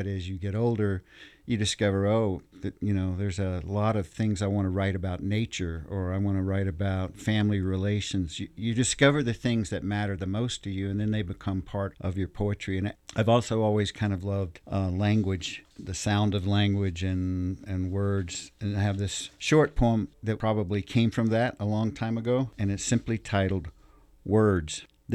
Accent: Georgia, United States; my understanding of myself as a Muskogee man, because I didn't grow up in Oklahoma, I grew up in Georgia, but I had relatives in Oklahoma and we would visit there often.

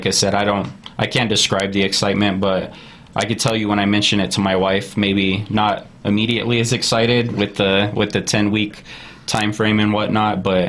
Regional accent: Las Cruces, New Mexico, United States; moved away as an adult; now in Farmington, United States; You know, I am from Dona Ana County, which is the Las Cruces area, pretty much born and raised there. And, you know, moving from there to here, the outdoor activities here is just great.

